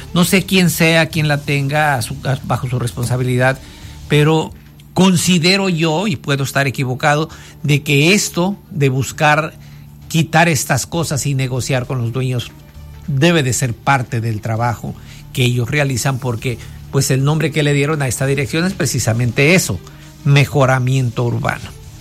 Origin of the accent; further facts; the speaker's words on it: Vallecito de Zaragoza, Guerrero, Mexico; now in Zihuatanejo, Mexico; le decimos también allá en algunas personas en mi pueblo, en Vallecito de Zaragoza